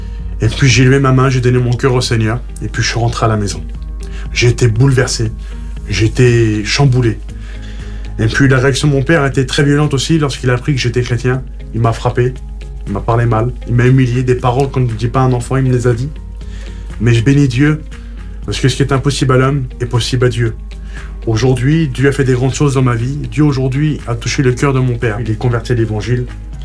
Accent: Algeria; Vous savez, c'est dur lorsqu'on est algérien, lorsqu'on est musulman, lorsqu'on rentre dans une église et qu'on souffre, d'écouter le message de l'évangile, c'est compliqué.

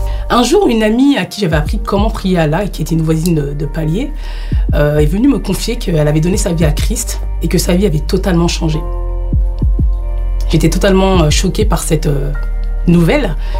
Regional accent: Paris, Île-de-France, France; Je suis française d'origine malienne et j'ai grandi à Paris. J'ai grandi dans une famille musulmane.

